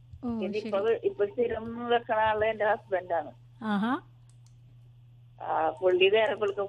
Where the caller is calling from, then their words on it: Gothuruthu, Kerala, India; സ്ഥലം? ഗോതിരത്ത് എന്ന് പറയും.